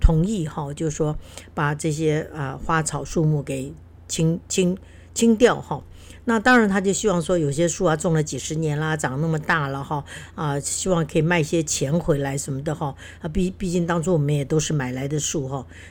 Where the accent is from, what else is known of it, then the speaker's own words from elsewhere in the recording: Keelung, Taiwan; 那我自己小时候也住在这个基隆的乡下